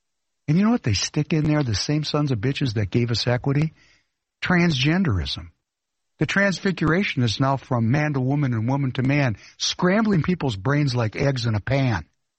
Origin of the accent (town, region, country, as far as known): Ukraine; first language ru; English is a second language